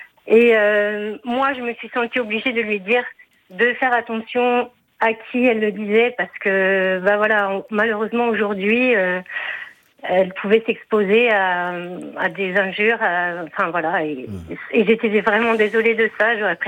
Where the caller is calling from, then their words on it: Lyon, Auvergne-Rhône-Alpes, France; J'appelle de Lyon.